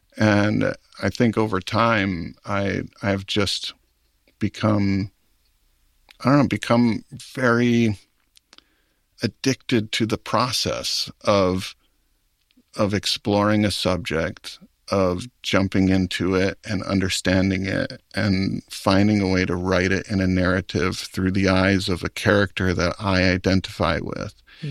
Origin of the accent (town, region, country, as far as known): Maui, Hawaii, United States; born or raised there